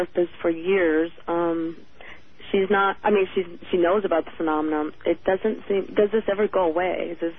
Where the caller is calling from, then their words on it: Kent, Washington, United States; I'm from Kent, Washington.